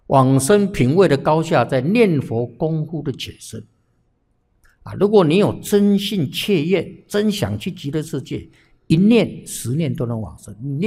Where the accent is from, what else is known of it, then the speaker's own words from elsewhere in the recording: Taiwan; 我们台湾这边